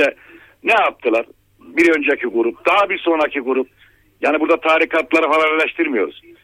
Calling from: Kahramanmaraş, Turkey; Kahramanmaraş'tan

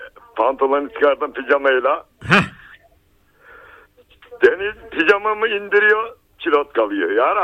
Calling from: Kütahya, Turkey; Kütahya'dan

